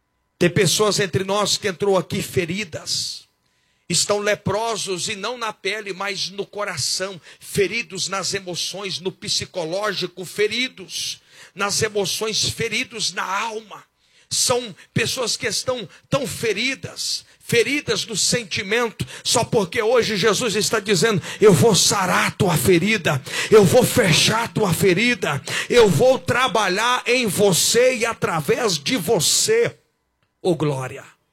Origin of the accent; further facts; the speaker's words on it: Goiás, Brazil; Tem um ditado popular lá pro Goiás, eu sou goiano, não sei para cá